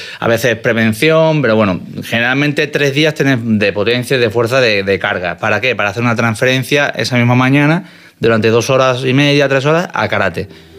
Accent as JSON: {"language": "Spanish", "town": "Málaga", "region": "Andalusia", "country": "Spain", "said": "Yo soy de Málaga, obviamente."}